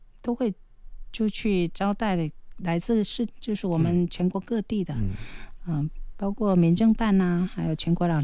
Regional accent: Quanzhou, Fujian, China; 它也是融进我们泉州人的基因里面的一个记忆

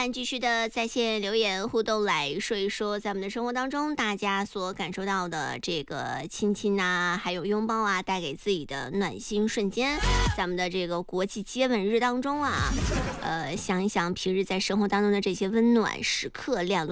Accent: China; 对于我们中国人来说

